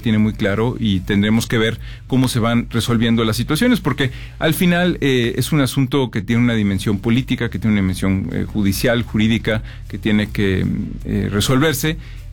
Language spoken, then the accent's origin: Spanish; Mexico; como mexicanos aquí estamos, aquí vamos a vivir